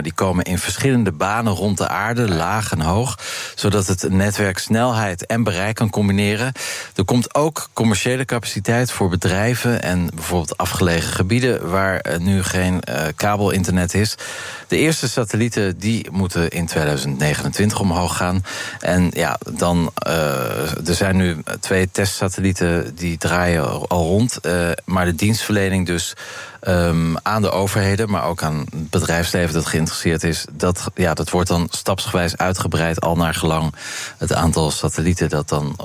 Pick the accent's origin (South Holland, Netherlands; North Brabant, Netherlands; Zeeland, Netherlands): Zeeland, Netherlands; Nou ja, ik ben opgegroeid in Zeeland. En toen ik klein was, gingen wij op zondag naar Antwerpen.